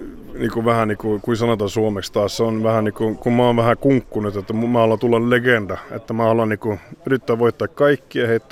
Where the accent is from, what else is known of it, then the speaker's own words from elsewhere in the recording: Sweden; mä oon Ruotsissa syntynyt, mä oon ruotsalainen ja mä kilpailen aina Ruotsin maa